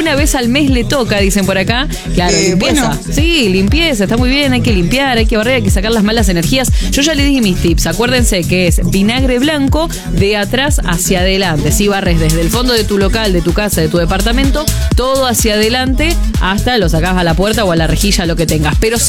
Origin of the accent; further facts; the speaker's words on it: Fray Luis Beltrán, Santa Fe, Argentina; yo también soy de Beltrán.